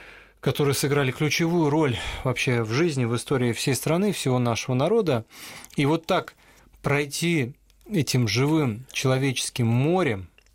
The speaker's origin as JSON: {"language": "Russian", "region": "Moscow", "country": "Russia", "tie": "born or raised there", "said": "Мы с Романом коренные москвичи оба."}